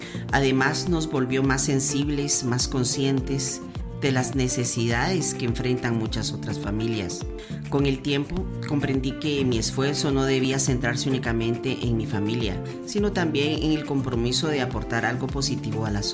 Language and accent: Spanish; Guatemala